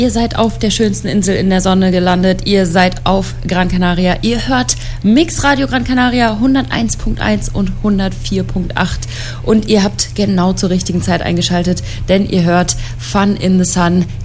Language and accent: German; Germany; moved away; in meiner Heimat in Deutschland